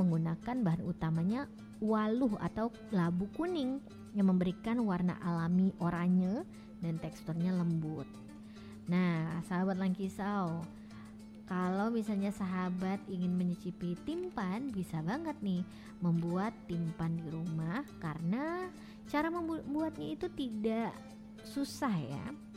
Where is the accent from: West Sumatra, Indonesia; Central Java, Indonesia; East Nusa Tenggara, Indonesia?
West Sumatra, Indonesia; lape kalau kita orang Minang bilang